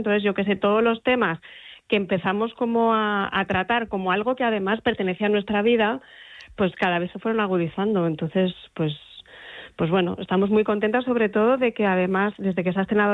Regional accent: Gijón, Asturias, Spain

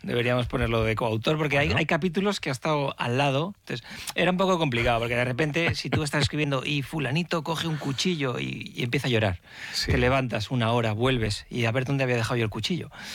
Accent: Alcanadre, La Rioja, Spain; moved away as an adult; now in San Sebastián, Spain; Soy de Alcanadre, un pueblecito pequeño en la ribera del Ebro.

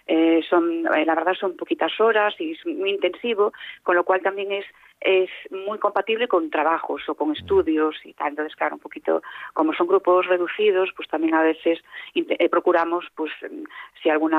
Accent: Pedroso, Galicia, Spain; now in Ferrol, Spain; Claro, yo soy de Pedroso, de Narbonne.

